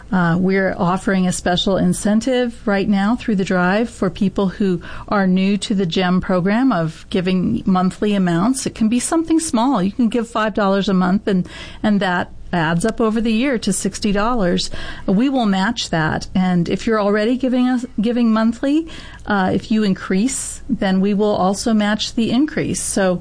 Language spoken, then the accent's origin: English; Minneola, Kansas, United States; And then if we go towards my hometown of Mineola, which we heard from earlier tonight